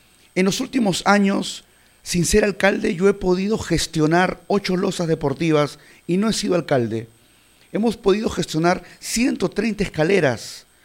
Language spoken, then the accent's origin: Spanish; Lima, Peru; Yo soy de José Gálvez.